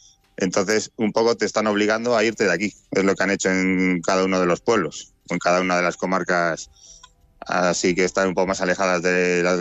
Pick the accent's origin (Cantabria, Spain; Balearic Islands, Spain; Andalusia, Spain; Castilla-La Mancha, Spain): Castilla-La Mancha, Spain; Iriepal; yo soy de un pueblecito de Guadalajara que se llama Iriepal, que está al lado de Guadalajara. Y ahí es donde me he criado realmente